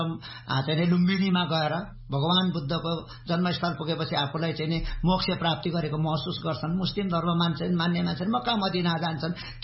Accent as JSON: {"language": "Nepali", "region": "Koshi Province", "country": "Nepal", "said": "भारत सिक्किम र नेपालको सिमाना जोडिएको ठाउँलाई चाहिँ तीन सिमाना हुन्छ, त्यो मेरो गाउँमा पर्दछ।"}